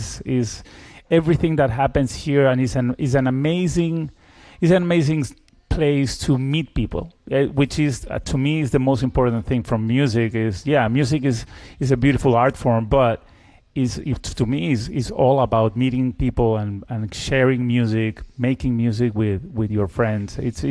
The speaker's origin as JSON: {"language": "English", "town": "Caracas", "region": "Capital District", "country": "Venezuela", "tie": "born or raised there", "moved": "yes", "said": "I was born in Venezuela, in Caracas, and Venezuela is a place where, of course, you have a lot of classical music."}